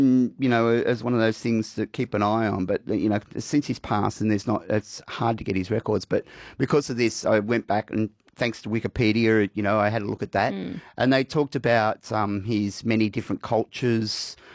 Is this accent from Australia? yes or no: yes; Australia; But yeah, The Straits is it was a crime drama, but being Aussie, of course, darkly funny.